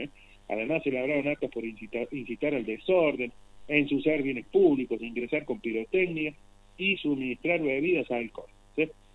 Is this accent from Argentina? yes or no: yes; Argentina; los normales somos todos técnicos porque somos argentinos.